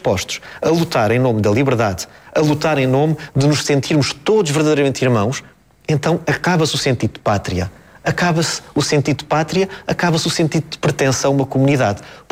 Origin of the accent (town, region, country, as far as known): Portugal